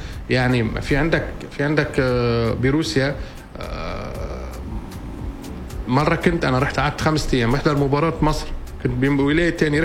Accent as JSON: {"language": "Arabic", "country": "Lebanon", "said": "أنا كلبناني"}